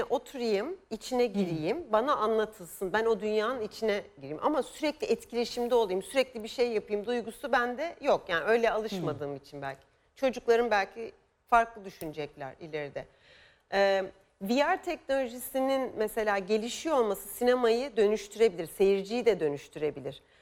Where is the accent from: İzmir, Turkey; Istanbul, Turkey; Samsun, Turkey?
İzmir, Turkey; Bir İzmirli olarak